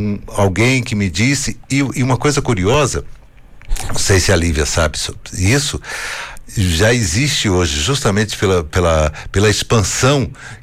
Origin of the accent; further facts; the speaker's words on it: Brazil; now in Northern Portugal; Nós, enquanto brasileiros